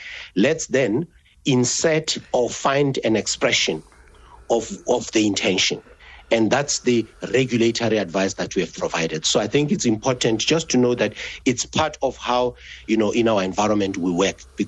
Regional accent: South Africa; as South African citizens.

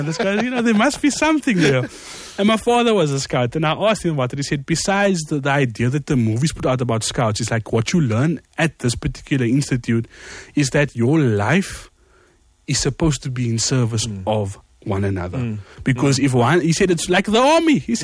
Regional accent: South Africa

